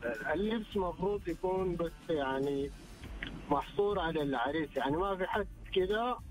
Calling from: Jeddah, Makkah Province, Saudi Arabia; انا اكلمك من جدة.

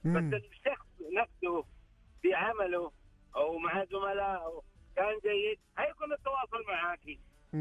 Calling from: Riyadh, Riyadh Province, Saudi Arabia; من الرياض

